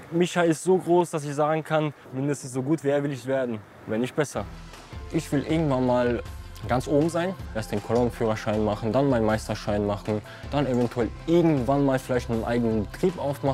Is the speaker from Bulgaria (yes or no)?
yes; Bulgaria; German is a second language; now in Germany; 2009 kam ich nach Deutschland mit meiner Mama. In der Hoffnung, dass wir hier eine bessere Zukunft haben. Hier gibt es ein Berufsausbildungssystem. Da, wo ich komme ja aus Bulgarien